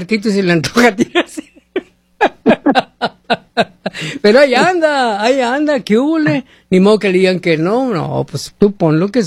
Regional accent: Mexico; moved away; mi tierra, en México

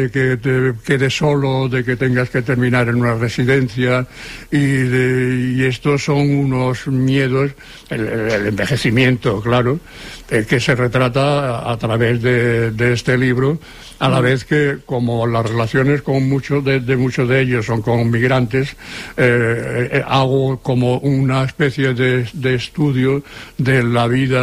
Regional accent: Seville, Andalusia, Spain; now in Barcelona, Spain; Nosotros cuando vinimos de Sevilla.

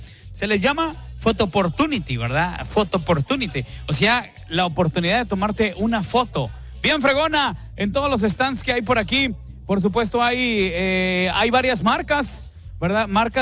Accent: Mexico; Que siga como buenos mexicanos, siempre atendemos a todos al 100%, ¿no?

